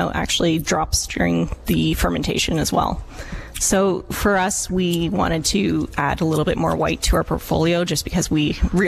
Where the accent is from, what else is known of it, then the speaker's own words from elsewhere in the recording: Saskatchewan, Canada; moved away as an adult; now in British Columbia, Canada; I come from an agricultural background growing up in Saskatchewan, but I moved out here in 2008